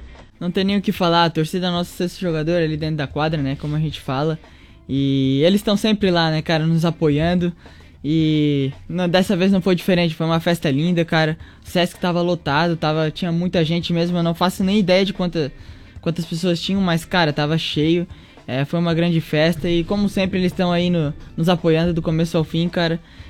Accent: Rio do Sul, Santa Catarina, Brazil; also born or lived in Joinville / Blumenau; now in Chapecó, Brazil; eu sou natural aqui mesmo de Santa Catarina, né? Sou de Rio do Sul.

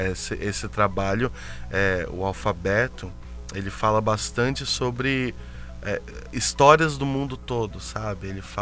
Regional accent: Florianópolis, Santa Catarina, Brazil; born there; also born or lived in Pato Branco / Alagoas / Paraíba

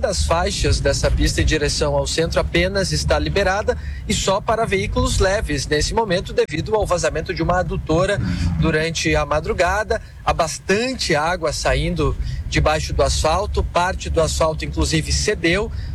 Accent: Santana do Livramento, Rio Grande do Sul, Brazil; Acompanhei um pouco aí da tua jornada lá pela minha terrinha.

